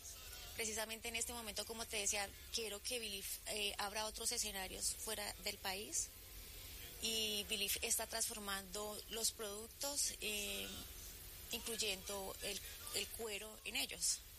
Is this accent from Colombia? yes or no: yes; Colombia